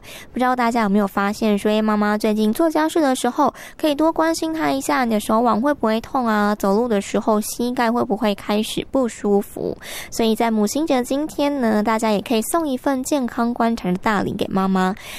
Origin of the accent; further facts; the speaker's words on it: Taiwan; 虽然说我们台湾人的爱都非常的含蓄，不习惯说出我爱你